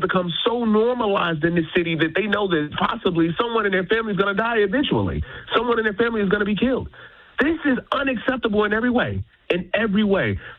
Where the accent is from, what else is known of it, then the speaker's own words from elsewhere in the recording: Chicago, Illinois, United States; It's where my brother was murdered. It's where I'm from. I was born and raised in Chicago.